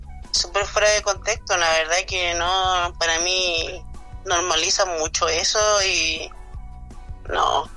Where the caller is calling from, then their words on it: Calama, Antofagasta, Chile; Desde la Nueva Alemania